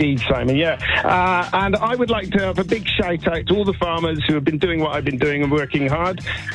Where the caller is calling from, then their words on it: Midhurst, South East England, United Kingdom; I'm calling from a field in West Sussex, near Midhurst.